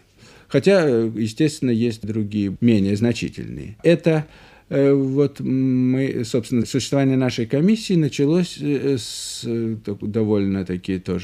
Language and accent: Russian; Saint Petersburg, Russia; я родился в Ленинграде, моя мать и бабушка родилась в Ленинграде с материнской стороны. Отец мой, правда, родился в Крыму, но в молодом возрасте приехал в Ленинград. И так что, конечно, действительно, я ленинградец и не мыслю себя совершенно в другом городе.